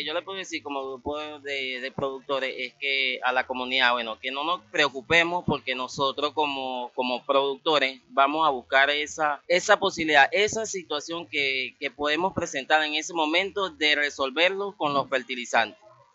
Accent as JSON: {"language": "Spanish", "region": "Portuguesa", "country": "Venezuela", "said": "porque somos del Estado Portuguesa. Nosotros somos del Estado Portuguesa que pertenecemos a la zona Lara."}